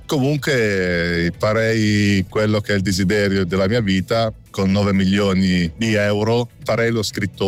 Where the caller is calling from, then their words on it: Novi Ligure, Piedmont, Italy; da Novi Ligure